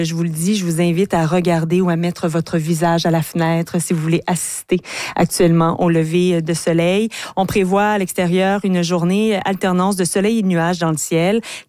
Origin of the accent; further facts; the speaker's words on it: Quebec, Canada; chez nous, en Mauricie, au centre du Québec?